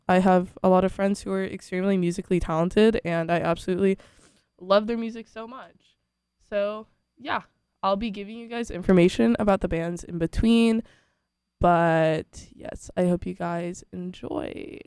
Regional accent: Orange County, California, United States; moved away as an adult; now in Davis, United States; I am from Orange County

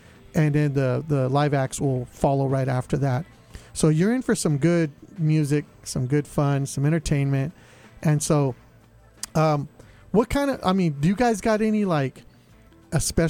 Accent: Stockton, California, United States; born there; I was born in Stockton, baby.

